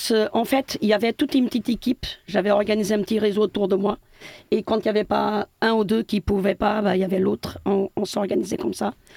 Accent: Santa Comba, Viseu, Portugal; French is a second language; now in France

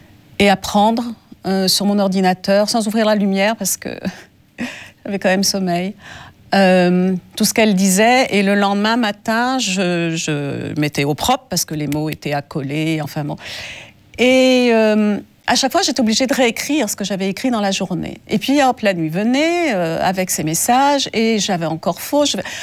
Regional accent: France; accent: French; on a remarqué mon accent français.

